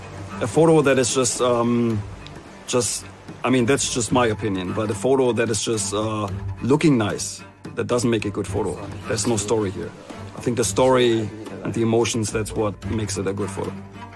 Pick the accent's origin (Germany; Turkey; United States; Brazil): Germany; English is a second language; I'm a photographer from Germany, and I mainly shoot people.